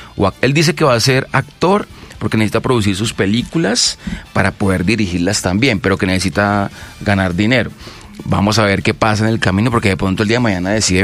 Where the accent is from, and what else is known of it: Ibagué, Tolima, Colombia; born there; moved away